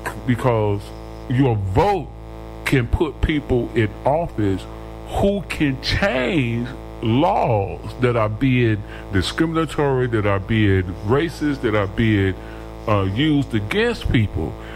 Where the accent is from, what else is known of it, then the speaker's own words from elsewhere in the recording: Chicago, Illinois, United States; we used to have this saying growing up in Chicago that my relatives would say